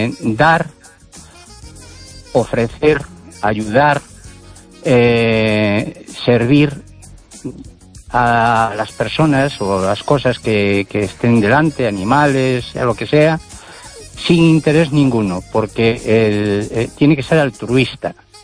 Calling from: Pontevedra, Galicia, Spain; ahora mismo estoy en Pontevedra.

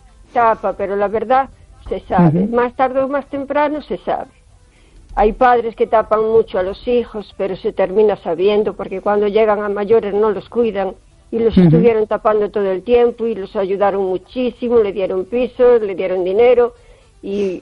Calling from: O Carballiño, Galicia, Spain; de Carballiño.

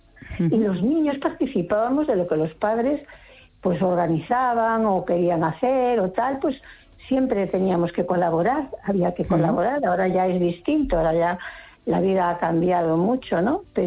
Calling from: Vigo, Galicia, Spain; Llamo desde Vigo.

